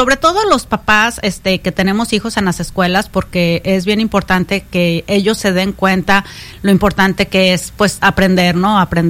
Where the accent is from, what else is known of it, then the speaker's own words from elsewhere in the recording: Guadalajara, Jalisco, Mexico; now in Sioux City, United States; Sí, sí, tengo, mi esposo y yo somos de Guadalajara y pues ya tenemos aquí casi 30 años.